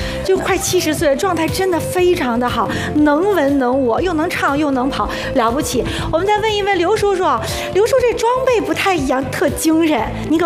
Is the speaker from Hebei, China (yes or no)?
no; Mohe, Heilongjiang, China; 就我老家东北的漠河